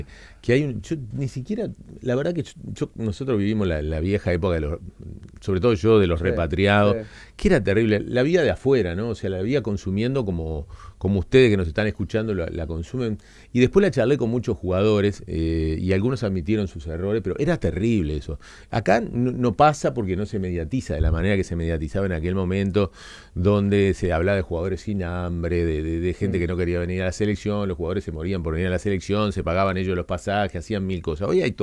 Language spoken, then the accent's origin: Spanish; Uruguay; soy tan uruguayo como ustedes que están del otro lado